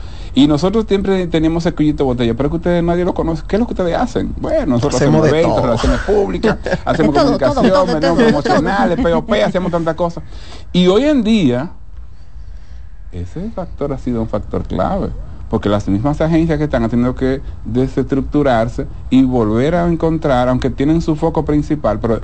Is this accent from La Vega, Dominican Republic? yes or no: yes; Constanza, La Vega, Dominican Republic; Como decía, yo vine de Constanza